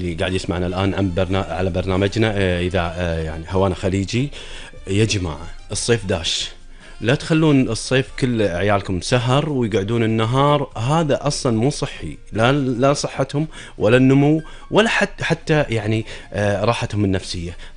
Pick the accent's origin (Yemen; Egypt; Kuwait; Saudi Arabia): Kuwait; عندنا بالكويت